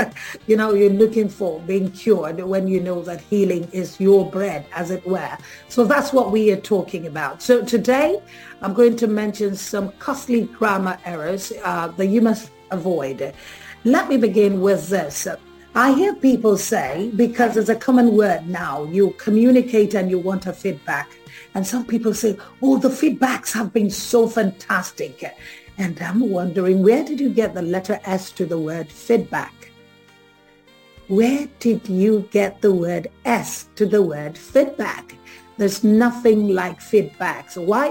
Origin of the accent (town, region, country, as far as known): Nigeria